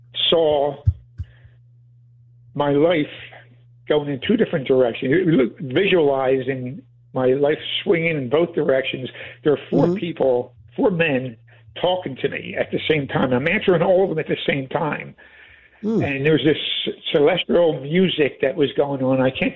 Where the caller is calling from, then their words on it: Atlantic City, New Jersey, United States; I was renovating my home in Atlantic City here